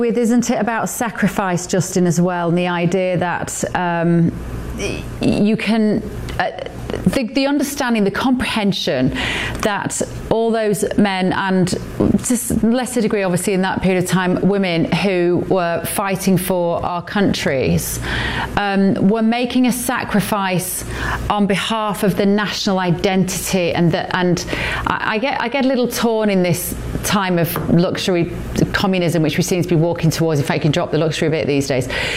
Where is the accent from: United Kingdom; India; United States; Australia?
United Kingdom; And thank you for your service to America, I say as a Brit, but we do appreciate you very much so.